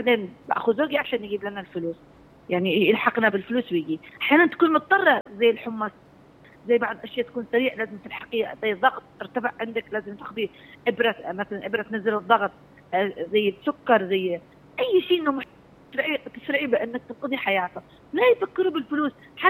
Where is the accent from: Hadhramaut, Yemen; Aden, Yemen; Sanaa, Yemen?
Aden, Yemen; إحنا عندنا في عدن